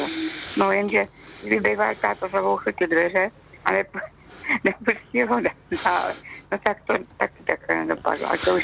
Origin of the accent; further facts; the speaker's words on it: Svitavy, Pardubice Region, Czechia; also born or lived in Brno; my jsme teda Brňáci, že pak jsme se přestěhovali do Svíta po válce, jako táta byl textilák, takže tam se zaváděl hodně textil. Tak jsme se přestěhovali do Svíta, no a tím pádem já jsem tam i teda maturovala